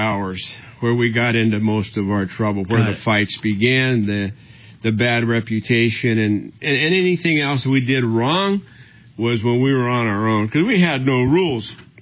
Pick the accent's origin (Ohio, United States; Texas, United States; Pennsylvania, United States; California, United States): California, United States; Los Angeles; We're coming from Los Angeles, both of us. He was born in Mexico City, but then he ended up in downtown Los Angeles. I was born in East Los Angeles.